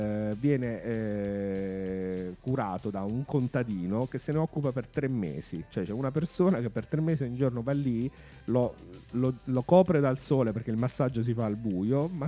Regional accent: Apulia, Italy; una cosa sono pugliese.

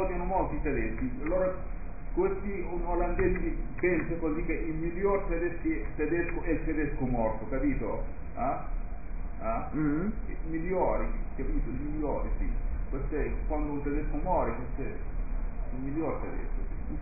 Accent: Morocco; Italian is a second language; also born or lived in Netherlands; now in Sicily, Italy; Come marocchini, quindi qua capisco il dialetto siciliano

